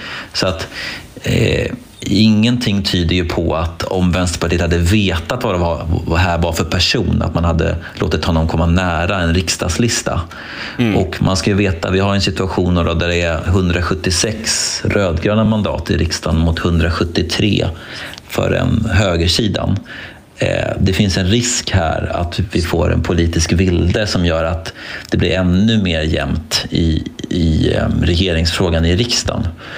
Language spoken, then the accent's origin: Swedish; Sweden; Som svensk